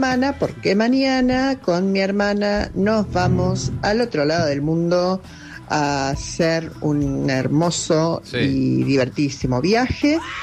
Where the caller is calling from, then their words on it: Buenos Aires, Argentina; de Flores.